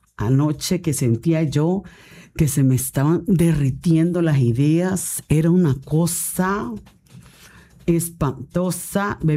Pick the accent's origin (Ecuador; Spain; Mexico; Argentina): Mexico; todos nos acordamos que somos mexicanos